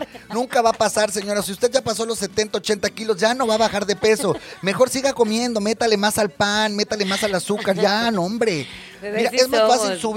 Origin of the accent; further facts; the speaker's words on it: Mexico; Y como los mexicanos comemos mucho frijol